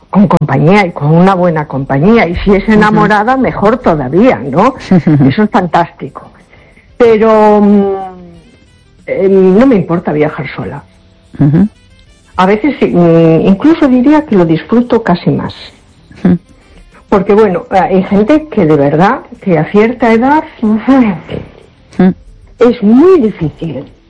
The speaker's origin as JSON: {"language": "Spanish", "town": "A Coruña", "region": "Galicia", "country": "Spain"}